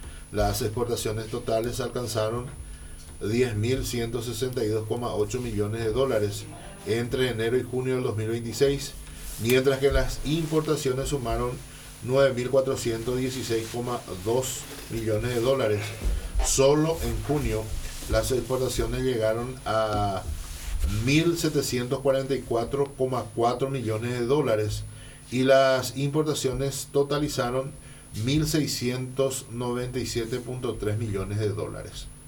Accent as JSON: {"language": "Spanish", "country": "Paraguay"}